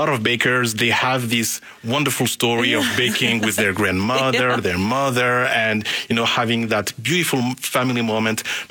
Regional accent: Paris, Île-de-France, France; now in Canada; I grew up in Paris. I was born and raised in Paris. And I grew up in a family that was originally from Comoros, from the Comoros Island in the Indian Ocean.

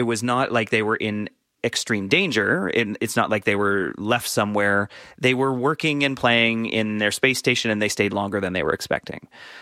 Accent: Canada; And I can tell you, being Canadian, I am very excited

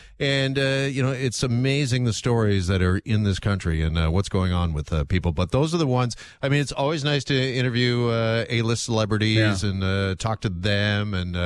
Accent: Burlington, Ontario, Canada; Actually, I grew up in Burlington, Ontario, and people who lived across the street, they won $1 million.

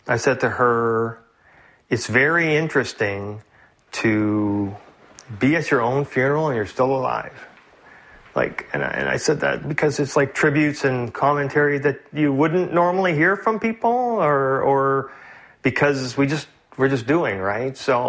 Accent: Toronto, Ontario, Canada; I came from Weston, a tough, you know, inner-city working-class neighborhood. You know, lived in low-rent housing.

